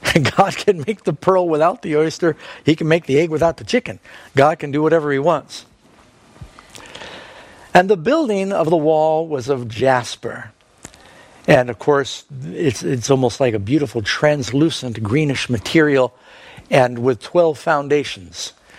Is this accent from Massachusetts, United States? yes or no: no; Manhattan, New York, United States; born or raised there; also born or lived in Los Angeles / Miami